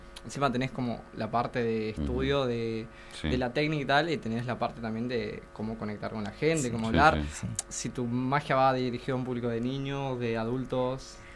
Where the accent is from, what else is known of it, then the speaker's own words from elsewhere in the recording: Candelaria, Misiones, Argentina; Yo vengo de Candelaria, por cierto, y quizás, no sé si, no solamente pasa en Candelaria, creo que en general en Misiones, es un arte que por ahí no se ve mucho.